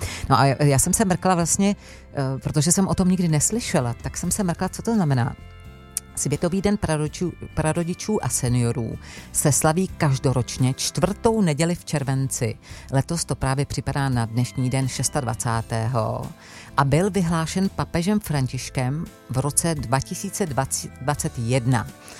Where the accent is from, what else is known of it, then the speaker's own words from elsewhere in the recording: Jablonec nad Nisou, Liberec Region, Czechia; já jsem z Jablonce.